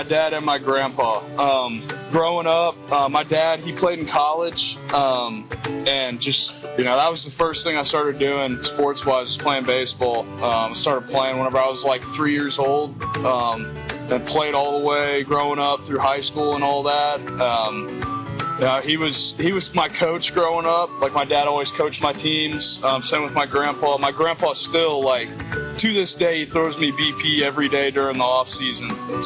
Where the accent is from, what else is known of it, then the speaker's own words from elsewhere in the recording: Fort Worth, Texas, United States; moved away as an adult; now in Corpus Christi, United States; So growing up in Texas, I'm from Dallas-Fort Worth area, so Whataburger was always at the house.